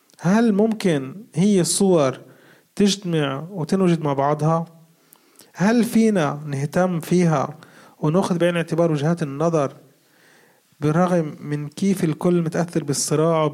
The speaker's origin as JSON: {"language": "Arabic", "country": "Palestine", "said": "واحد من أكبر تحدياتنا كفلسطينيين هو إنه عم نتبعثر من أكثر من 100 سنة عم نتبعثر."}